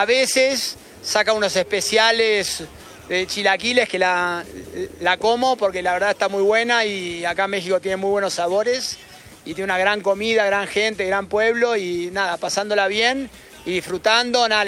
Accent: Argentina; Argentino, sí.

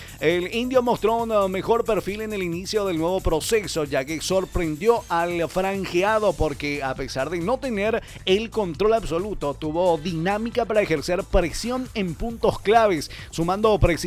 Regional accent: Pedro Juan Caballero, Amambay, Paraguay; Todos los hinchas que somos acá de Pedro Juan

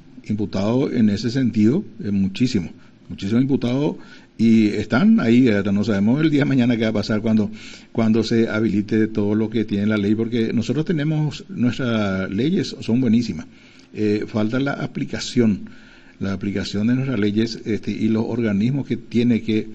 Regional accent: Paraguay

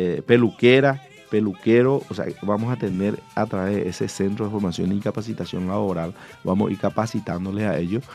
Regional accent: Paraguay; nosotros estamos orgullosos de ser paraguayo

